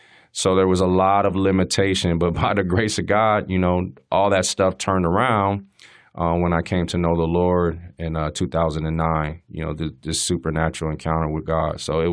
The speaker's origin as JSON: {"language": "English", "town": "San Diego", "region": "California", "country": "United States", "tie": "born or raised there", "said": "Growing up in California, in San Diego."}